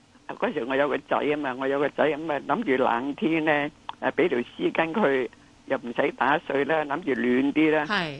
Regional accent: Hong Kong; 我们香港人

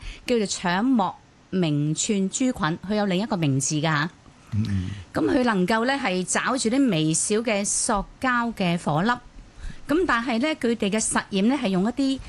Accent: Guangdong, China; 但系我哋广东人啦吓，喺广东菜里边腌腌腌嘅嘢咧

